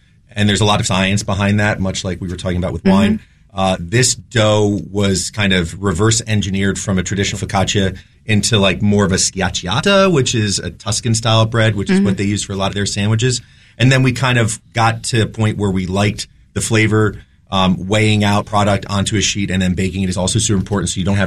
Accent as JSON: {"language": "English", "region": "New Jersey", "country": "United States", "tie": "born or raised there", "also_born_or_lived": "New York, United States", "said": "And I grew up in New Jersey and New York."}